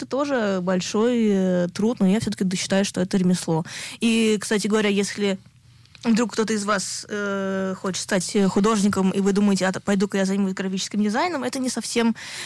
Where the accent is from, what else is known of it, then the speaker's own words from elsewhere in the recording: Moscow, Russia; born there; Я родилась в Москве в 91 году.